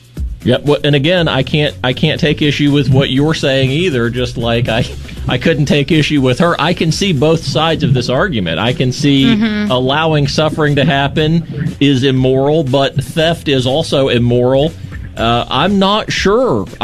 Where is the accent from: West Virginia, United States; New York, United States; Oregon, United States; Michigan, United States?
West Virginia, United States; Randolph County; when I was a kid growing up on Point Mountain deep in the heart of Randolph County.